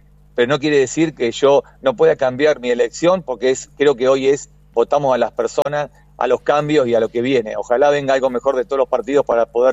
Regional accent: Argentina; como argentinos de bien

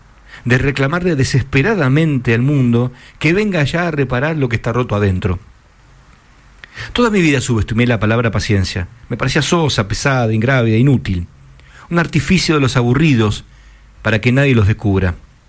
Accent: Argentina; Nosotros somos los últimos, los más intensos, como buenos argentinos.

